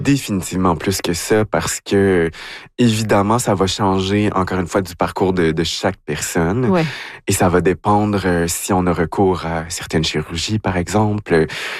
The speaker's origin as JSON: {"language": "French", "region": "Quebec", "country": "Canada", "moved": "yes"}